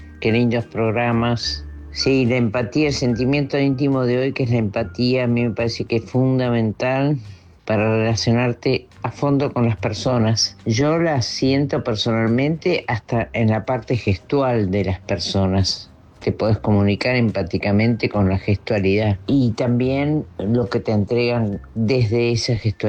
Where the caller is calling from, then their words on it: Uruguay; de Uruguay.